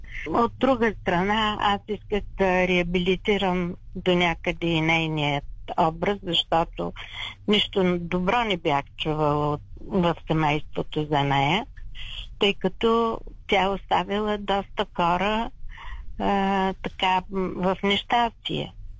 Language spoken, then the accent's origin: Bulgarian; Burgas, Burgas Province, Bulgaria; Аз много го обичам Бургаса, пак аз съм родена в Бургас.